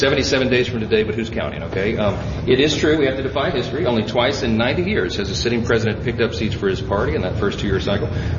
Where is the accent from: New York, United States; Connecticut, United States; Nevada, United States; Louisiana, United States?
Louisiana, United States; Shreveport; It does remind me a lot of my hometown in Shreveport, Louisiana, similar population in the municipal area, similar background.